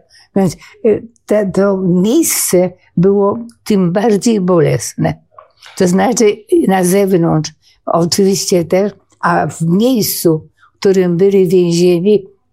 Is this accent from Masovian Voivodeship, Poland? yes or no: yes; Masovian Voivodeship, Poland; born or raised there